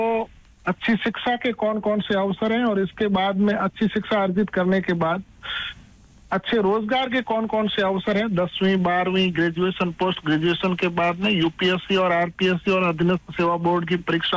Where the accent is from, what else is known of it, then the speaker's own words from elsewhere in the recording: Rajasthan, India; also born or lived in Barmer; मैं भी वैसे ही एक साधारण किसान परिवार से हूँ, मैंने प्राइमरी शिक्षा है वो मेरे गाँव आठमा से की और उसके बाद में मैंने 6वीं 7वीं मेरे ननियाल शिवकर से और फिर 8वीं मैंने सियाणी से, जो हमारे पास में गाँव है वहां से